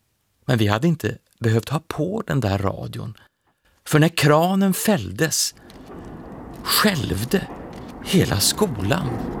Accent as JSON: {"language": "Swedish", "town": "Uddevalla", "region": "Västra Götaland County", "country": "Sweden", "tie": "born or raised there", "said": "Jag är född och uppvuxen i Uddevalla"}